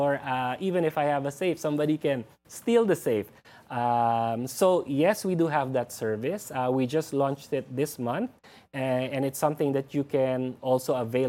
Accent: Philippines; So as a Filipino, you need to do a lot of computation to go to where we are, which is more peso per gram.

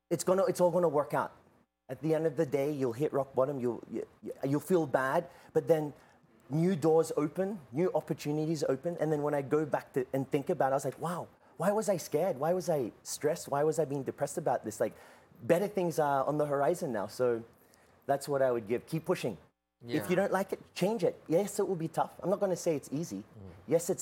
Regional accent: Australia; I'm half Czech, half Filipino. Both born and raised in Australia.

